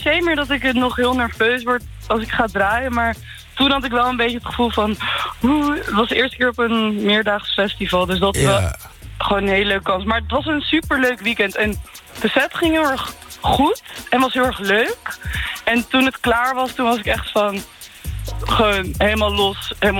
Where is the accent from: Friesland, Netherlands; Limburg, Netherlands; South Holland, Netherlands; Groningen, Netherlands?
South Holland, Netherlands; Rotterdam; En wij komen uit Rotterdam, dus dat is ook een leuk uitstapje om een keer in Amsterdam iets te organiseren.